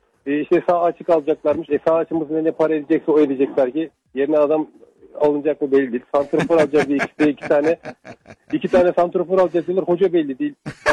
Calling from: Istanbul, Turkey; İstanbul'dan arıyorum.

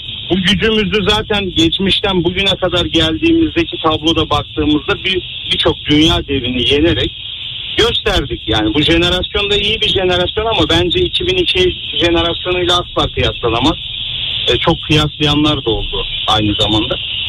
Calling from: Istanbul, Turkey; İstanbul'dan katılıyorum programa.

